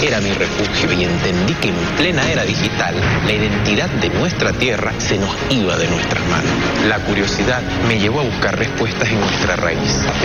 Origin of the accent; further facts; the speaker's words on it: Punto Fijo, Falcón, Venezuela; now in Caracas, Venezuela; vengo de Punto Fijo, Estado Falcón, y los vientos me trajeron hasta Caracas.